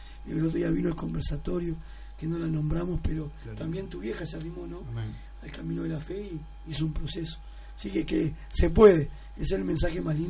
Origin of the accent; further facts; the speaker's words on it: Canelones, Uruguay; also born or lived in San Luis; yo soy de la Costa de Oro